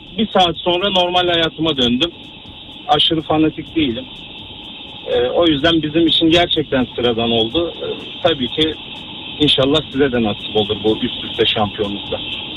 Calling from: Istanbul, Turkey; İstanbul'dan arıyorum.

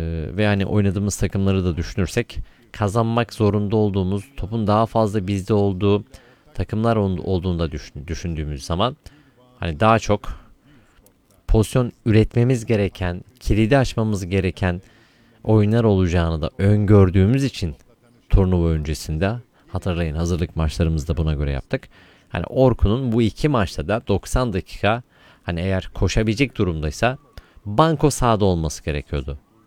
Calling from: Istanbul, Turkey; Abi merhaba … İstanbul'dan.

